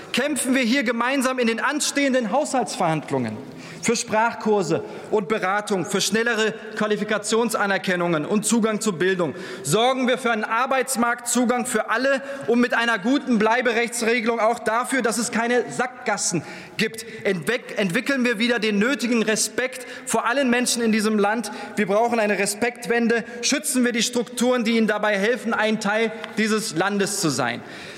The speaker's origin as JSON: {"language": "German", "town": "Krefeld", "region": "North Rhine-Westphalia", "country": "Germany", "moved": "yes", "said": "Ich komme ursprünglich aus Krefeld."}